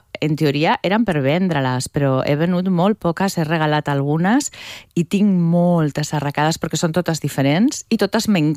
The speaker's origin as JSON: {"language": "Catalan", "town": "Zaragoza", "region": "Aragon", "country": "Spain", "moved": "as an adult", "lives_now": "Catalonia, Spain", "said": "jo vaig venir a estudiar a Barcelona, soc de Saragossa, vaig venir a estudiar a Barcelona perquè a Saragossa encara no hi ha Facultat de Belles Arts, vale? Jo vaig venir fa molts anys i ja em vaig quedar a Catalunya a viure."}